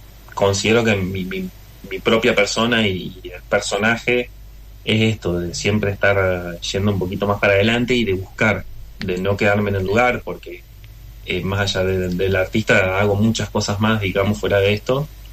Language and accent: Spanish; Paraná, Entre Ríos, Argentina; soy el único de Paraná que se enteró